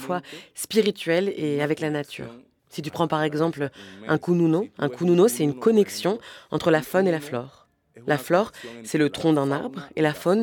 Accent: Guapi, Cauca, Colombia; now in Cali, Colombia; Et le fait que j'ai quitté Guapi pour m'installer à Cali ne veut pas dire que j'ai arrêté d'être originaire de Guapi pour devenir originaire de Cali.

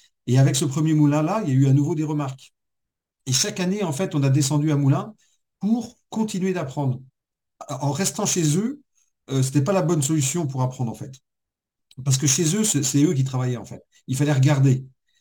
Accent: Barcelonnette, Provence-Alpes-Côte d'Azur, France; je viens de Barcelonnette et j'aimerais apprendre à faire des moulins comme vous.

